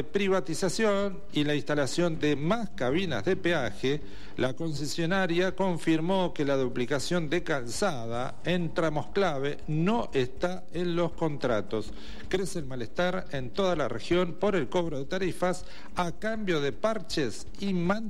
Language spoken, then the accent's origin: Spanish; Cañuelas, Buenos Aires Province, Argentina; Esta obra que también esperamos los cañuelenses que se pudiera realizar